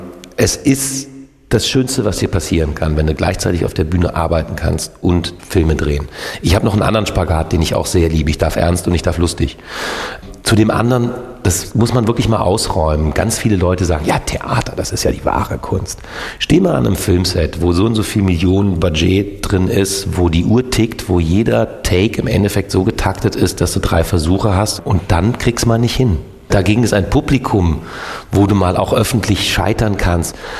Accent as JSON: {"language": "German", "region": "Northern Germany", "country": "Germany", "said": "Norddeutschland, Digga. Alter, ich habe keinen Akzent, ich habe keinen Dingsbums."}